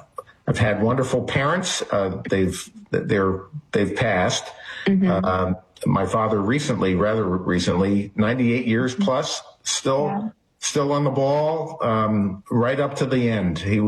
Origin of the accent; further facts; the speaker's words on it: Allentown, Pennsylvania, United States; daughter here in Allentown, Pennsylvania, is where we reside for part of the year now. But this has been my hometown.